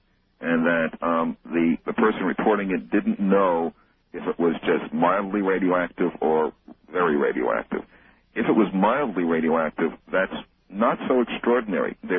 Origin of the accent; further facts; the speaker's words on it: Missouri, United States; I'm from Missouri, and intellectually, I got to see it to believe it